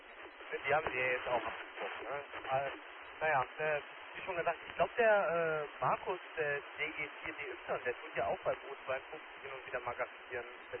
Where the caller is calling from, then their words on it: Bochum, North Rhine-Westphalia, Germany; Das ist Bochum-Langendreher. Um genau zu sein, die Siedlung Willenshöhe.